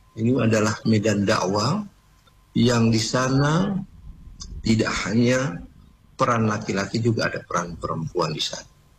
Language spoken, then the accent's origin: Indonesian; Gorontalo, Indonesia; kita sebagai orang Gorontalo